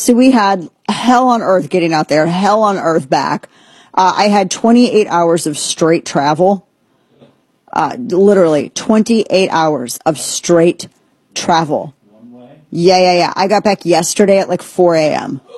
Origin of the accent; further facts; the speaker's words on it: Texas, United States; I'm like, I am also from Texas.